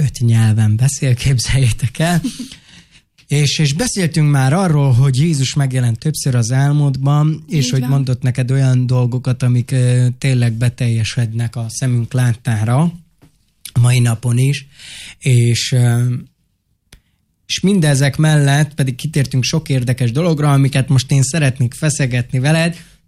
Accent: Hungary; hiszen magyarországi roma vagyok, és be tudok illeszkedni a többségi társadalomban.

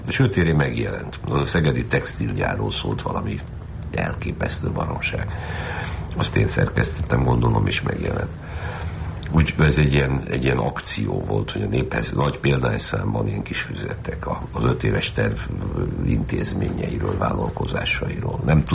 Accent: Oradea, Bihor, Romania; Egyszer kiderült, hogy én nagyváradi vagyok

